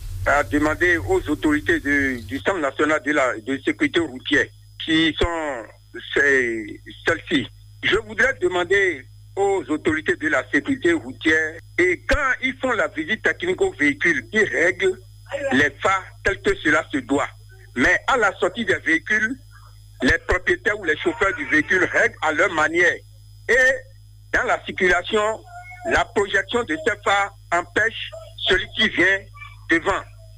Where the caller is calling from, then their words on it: Porto-Novo, Ouémé, Benin; Je vous appelle depuis Rwanda 2, Porto-Nouveau.